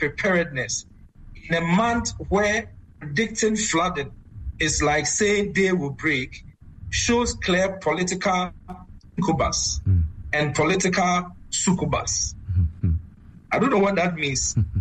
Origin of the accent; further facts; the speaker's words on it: Ashanti, Ghana; he knows that I am from the Ashanti region.